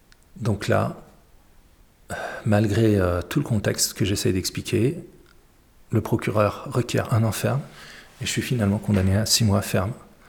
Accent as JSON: {"language": "French", "country": "Algeria", "moved": "yes", "lives_now": "Aubusson, France", "said": "ne pas me renvoyer vers mon pays d'origine, parce qu'il y a des risques avérés que je sois exposé à des traitements dégradants inhumains, si jamais je devais regagner l'Algérie"}